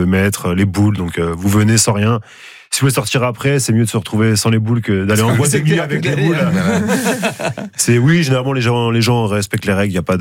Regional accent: Paris, Île-de-France, France; now in Tours, France; On me dit beaucoup que j'ai un accent, mais pourtant je suis parisien, tourangeau

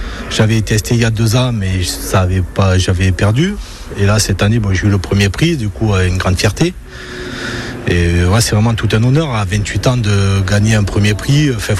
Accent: Occitanie, France; moi je suis du Gers, donc voilà, graisse de canard.

